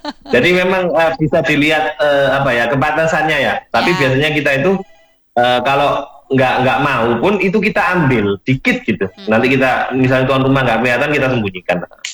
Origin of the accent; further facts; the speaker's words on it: Java, Indonesia; kita orang Jawa seperti itu